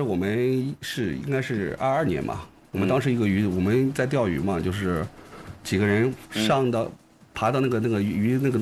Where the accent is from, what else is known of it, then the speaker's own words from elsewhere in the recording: China; 因为那个我呢是土生土长的段老家村的那个村民